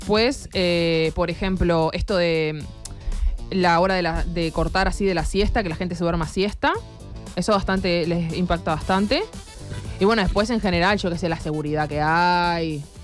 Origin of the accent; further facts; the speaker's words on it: Uruguay; Jo soy de Uruguay, primero que nada.